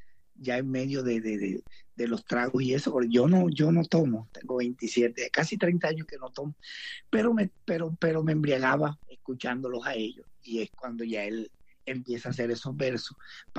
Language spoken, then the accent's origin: Spanish; Caribbean coast, Colombia; pues como todo colombiano, salimos a los Campos Elíseos, cerquita del Arco del Triunfo, pues a prácticamente oxigenarnos un poquitico, pero como buenos costeños, con el desorden del acordeón.